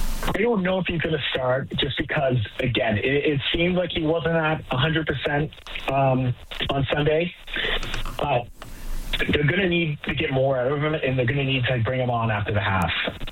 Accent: Canada; maybe I'm a little biased because I'm Canadian

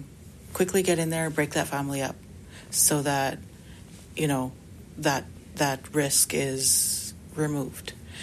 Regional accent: Grand Rapids, Manitoba, Canada; I grew up in Grand Rapids, the daughter of a fisherman

